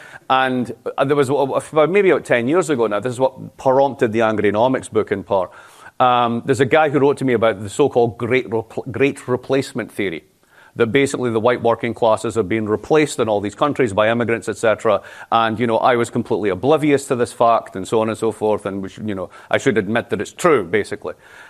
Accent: Dundee, Scotland, United Kingdom; I grew up in Dundee in Scotland. Dundee was the first city in the Western Hemisphere to deindustrialise.

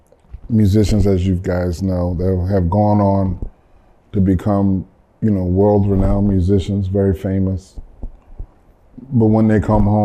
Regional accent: New Orleans, Louisiana, United States; moved away as an adult; also born or lived in New York; You know, I grew up in New Orleans.

